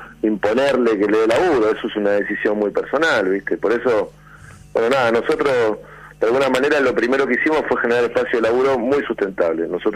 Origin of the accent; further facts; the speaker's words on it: Villa Caraza, Buenos Aires Province, Argentina; viví gran parte de mi infancia en Villa Caraza y Villa Jardín.